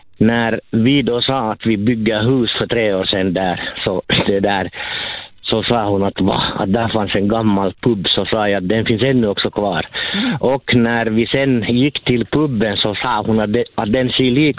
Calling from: Hindhår, Uusimaa, Finland; från Hindhår.

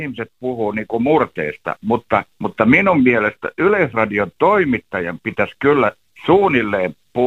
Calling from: Helsinki, Uusimaa, Finland; kun mä olen Helsingistä

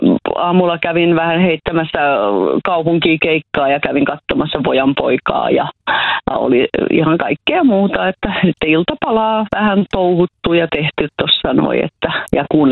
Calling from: Lahti, Päijät-Häme, Finland; mä oon Kumialta.

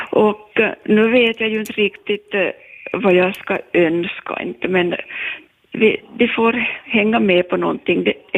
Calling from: Helsingby, Finland; från Helsingby.

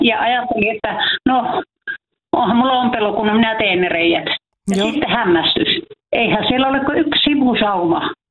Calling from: Kemijärvi, Lapland, Finland; minä olen Kemijärveltä. Minä olen se mummo

